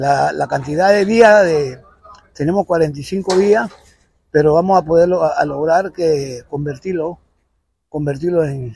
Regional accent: Panama; Todos somos panameños

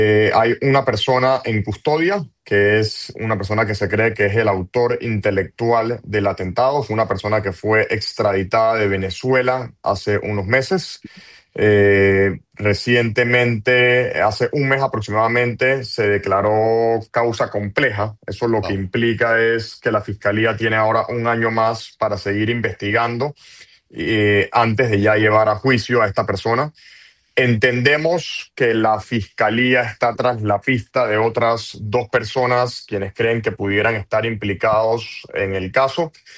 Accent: Panama; nosotros mismos como panameños

